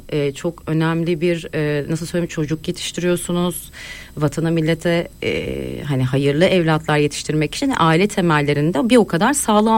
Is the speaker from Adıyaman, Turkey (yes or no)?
no; Istanbul, Turkey; born there; Tabii ki. … İstanbul Kadıköy doğumluyum.